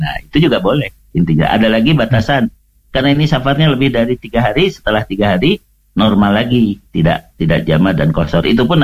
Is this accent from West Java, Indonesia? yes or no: yes; Bandung, West Java, Indonesia; Ada yang dari Makassar, dari Sumatera, ya, saya dari Bandung, ya.